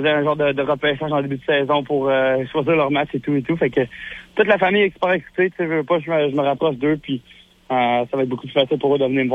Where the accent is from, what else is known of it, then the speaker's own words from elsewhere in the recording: Bécancour, Quebec, Canada; moved away as an adult; also born or lived in Trois-Rivières; now in Quebec City, Canada; C'est un peu plus à Saint-Grégoire où j'ai grandi.